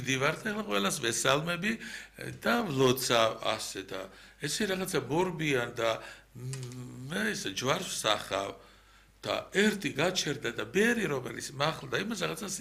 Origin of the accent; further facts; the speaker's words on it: Samtskhe-Javakheti, Georgia; მესხები ჩვენ მესხეთიდან ვარ წამოსულები და აი მაშინ ცოტა რაღაცებს შეხასიათში და ფესვებში მივხვდი